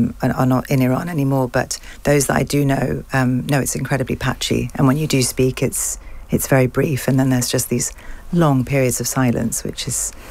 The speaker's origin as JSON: {"language": "English", "region": "London", "country": "United Kingdom", "said": "isn't that the joy of being a Londoner"}